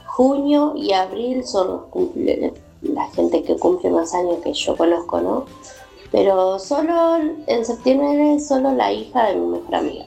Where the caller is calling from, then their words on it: González Catán, Buenos Aires Province, Argentina; de González Catán.